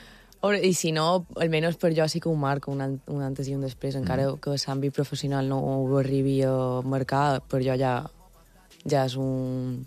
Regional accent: Palma, Balearic Islands, Spain; Sí, jo soc de Palma.

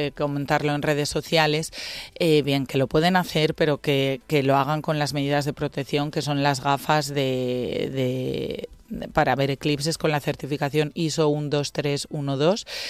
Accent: Asturias, Spain; Pues imagínate, yo que vengo de Asturias, que las playas son kilométricas y que tienes 100 metros a la redonda libres.

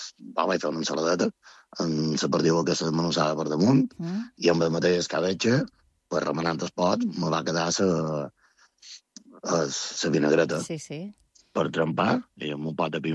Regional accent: Balearic Islands, Spain; clar, nosaltres som de Menorca, sota ella, un poble petit... entre cometes, tots mos coneixem

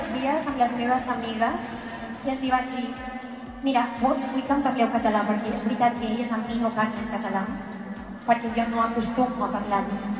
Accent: Barcelona, Catalonia, Spain; first language Spanish; Catalan is a second language; Jo soc amb la meva família més castellano parlant, però és veritat que jo he crescut aquí a Barcelona gràcies a l'escola, gràcies a estar al col·le, he pogut aprendre perfectament el català

